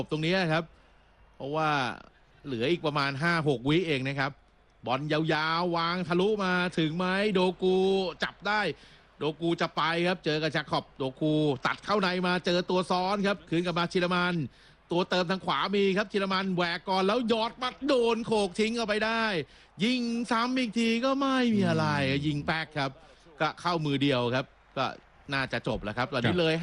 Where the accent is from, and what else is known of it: Bangkok, Thailand; now in Samut Prakan, Thailand